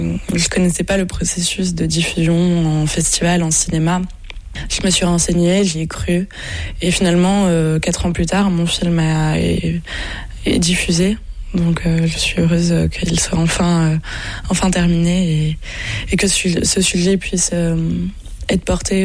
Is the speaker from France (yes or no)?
yes; France; en tant que Français en plus, on est très très privilégié